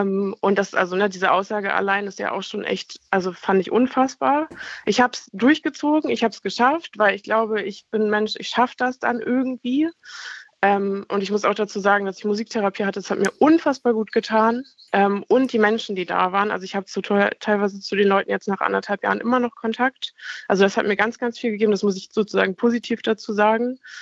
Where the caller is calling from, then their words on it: Kiel, Schleswig-Holstein, Germany; Hallo, ich rufe aus Kiel an.